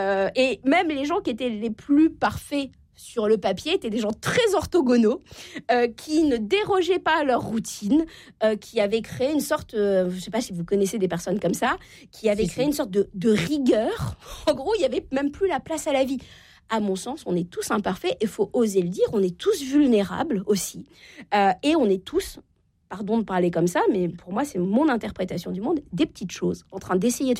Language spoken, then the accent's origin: French; Normandy, France; Je viens de Normandie, je peux me permettre de citer.